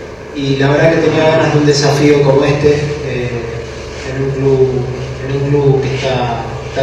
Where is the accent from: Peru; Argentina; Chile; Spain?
Argentina; Mendoza; lo sé porque soy mendocino.